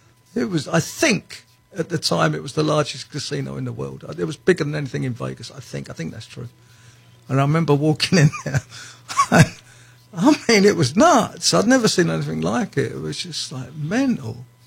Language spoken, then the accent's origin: English; London, United Kingdom; also born or lived in Bahamas / Caribbean; now in Flagler Beach, United States; I grew up, I'm from the inner city in London. I grew up in what you guys call the projects, we call council flats. I grew up in the 1950s.